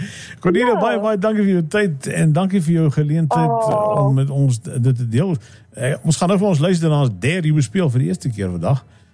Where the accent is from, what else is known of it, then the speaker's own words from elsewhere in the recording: Western Cape, South Africa; ek was in die Kaap, ek kom van die Kaap self